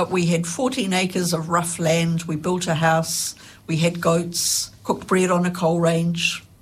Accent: Nelson, New Zealand; moved away as an adult; now in Wellington, New Zealand; I was from Nelson, and I lived there for virtually all of my adult life till I moved to Wellington. Used to live in a little farmlet just out of Nelson.

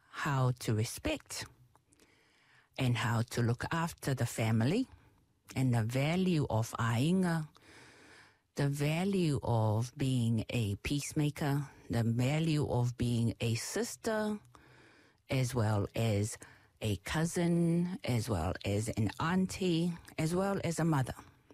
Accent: Samoa; now in New Zealand; When I was growing up in Samoa, she was in Aotearoa, and she'll come and visit.

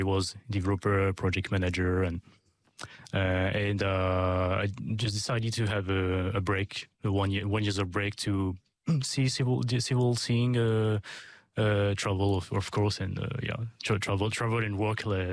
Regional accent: Lyon, Auvergne-Rhône-Alpes, France; accent: French; English is a second language; moved away as an adult; now in New Zealand; I'm jealous from Paris because I come from Lyon, so it's a big, it's a second biggest city in France.

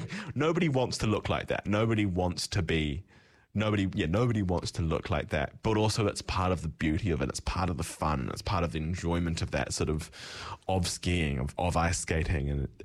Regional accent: South Island, New Zealand; I grew up in the South Island, and like my primary school every year had a ski trip

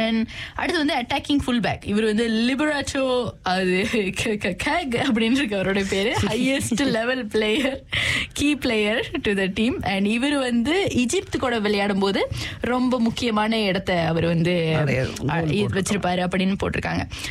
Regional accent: Malaysia; now in New Zealand; என்ன கேள்வி வந்துச்சுன்னா நான் மலேசியன்

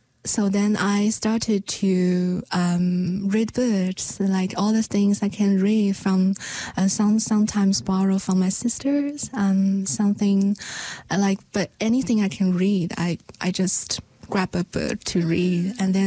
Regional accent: Sichuan, China; born there; English is a second language; moved away; I was born in the Sichuan province, which in the southwest of China, and my parents are working the mechanical factory, and then they raised me, and so then I studied in different provinces in China, and then I grew up.

